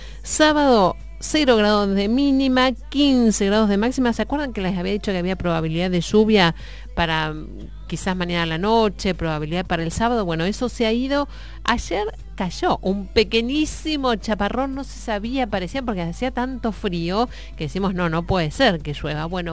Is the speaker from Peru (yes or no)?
no; Argentina